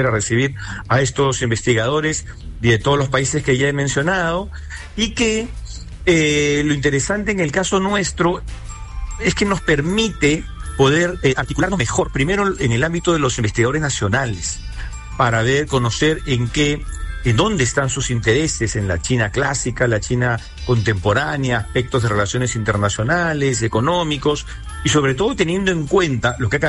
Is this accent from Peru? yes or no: yes; Peru